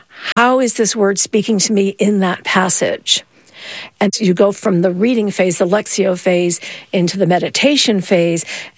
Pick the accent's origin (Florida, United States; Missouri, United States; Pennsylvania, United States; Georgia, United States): Pennsylvania, United States; Latrobe; If you're looking for a Benedictine one, I'll send you to my hometown, Latrobe, Pennsylvania.